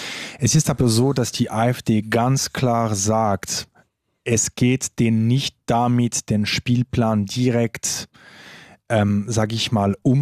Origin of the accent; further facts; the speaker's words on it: Romandy, Switzerland; now in Saxony-Anhalt, Germany; als Schweizer und vielleicht noch sogar als Westschweizer, also französischsprachige Schweizer